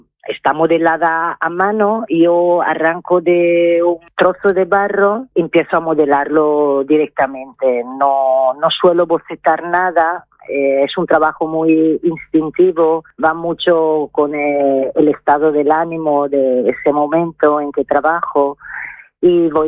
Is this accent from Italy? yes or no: yes; Florence, Tuscany, Italy; Spanish is a second language; now in El Campello, Spain; Pues yo soy de Italia, de Florencia, y vivo en Alicante desde hace 20 años, en el Campello, exactamente.